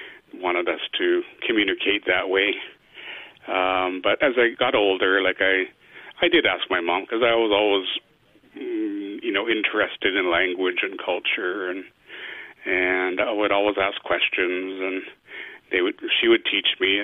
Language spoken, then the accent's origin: English; Vancouver, British Columbia, Canada; I was raised here in Vancouver, the youngest of 11 children. So, I became, I guess, very urbanized, and my elder siblings were taught the language and spoke the language